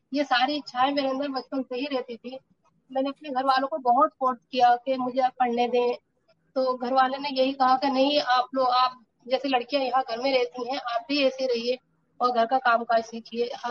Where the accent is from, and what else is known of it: Rampur, Uttar Pradesh, India; born or raised there